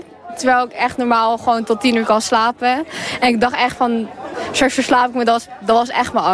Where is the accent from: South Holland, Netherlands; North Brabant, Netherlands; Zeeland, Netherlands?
Zeeland, Netherlands; Sas van Gent; ik ben 17 jaar en ik kom uit Zas van Gent.